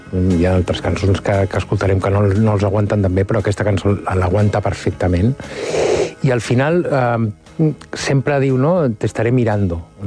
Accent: Barcelona, Catalonia, Spain; vinc d'una família de classe mitja alta de la ciutat de Barcelona, molt clàssica i molt típica

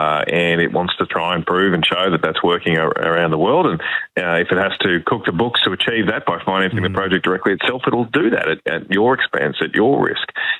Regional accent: Rockhampton, Queensland, Australia; Yesterday I had a round table of accountants and finance advisors in my hometown of Rockhampton.

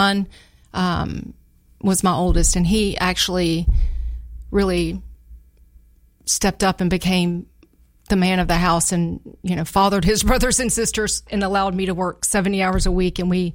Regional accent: Kershaw, South Carolina, United States; also born or lived in Maryland / Myrtle Beach; And I call my hometown Kershaw, South Carolina. I went to Andrew Jackson High School, but we moved to Maryland. I went to high school up there. We lived in Myrtle Beach. So I'm not really from anywhere, honestly.

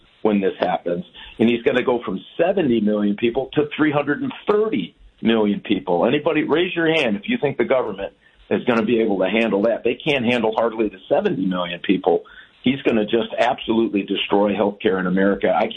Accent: Michigan, United States; And you and I know this because we're from Michigan

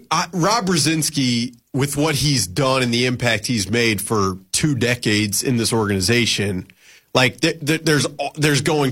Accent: Alabama, United States; Like, I'm from Alabama. I talk to friends all the time.

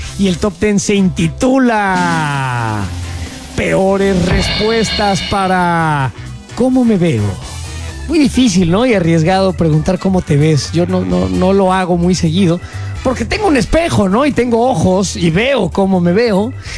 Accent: Mexico; ¿Somos felices los mexicanos en el sexo?

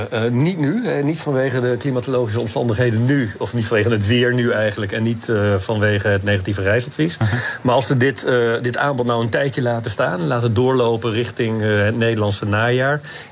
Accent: Netherlands; daar zijn we als Nederlanders doorgaans wel dol op.

